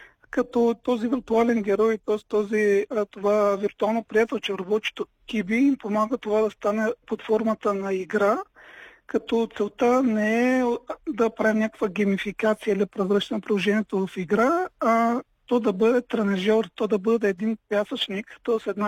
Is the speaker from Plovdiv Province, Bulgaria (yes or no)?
no; Slashten, Blagoevgrad Province, Bulgaria; moved away; в роден край, в начало в родното ми село Слащен